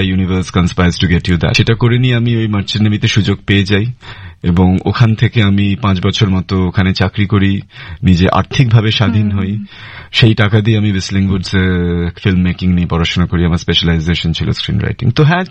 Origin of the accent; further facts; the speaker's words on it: Durgapur, West Bengal, India; আমি দুর্গাপুরে Saint Xavier স্কুলে পড়াশোনা করেছি, সেখানে আমার জন্ম দুর্গাপুরে।